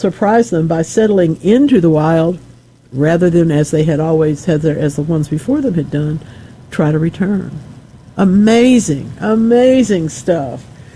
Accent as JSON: {"language": "English", "country": "United States", "tie": "born or raised there", "said": "He was the president of the school board in my hometown. Remember, we're sitting in front of the Washita River today. That's where he brought me up."}